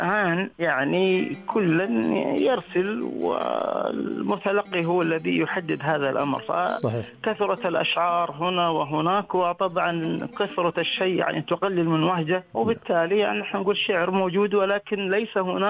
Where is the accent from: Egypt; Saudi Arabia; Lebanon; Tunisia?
Saudi Arabia; عندنا في المملكة